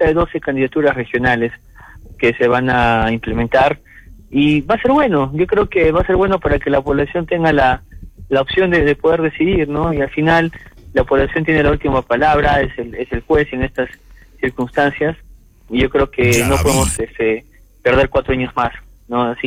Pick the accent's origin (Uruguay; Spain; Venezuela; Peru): Peru; somos un pueblo peruano que trabaja, que sale adelante